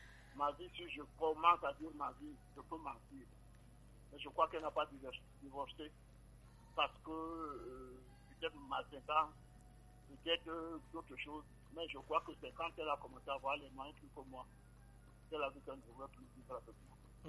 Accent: Cameroon; Nous sommes camerounais. Donc, voilà pour moi.

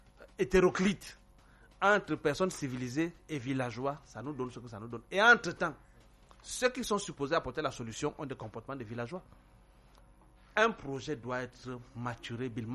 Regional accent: Cameroon; Chez nous, au Cameroun, il y a un endroit où on attend le taxi.

